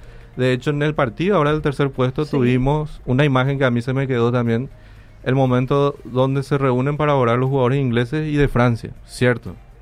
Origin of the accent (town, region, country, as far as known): Paraguay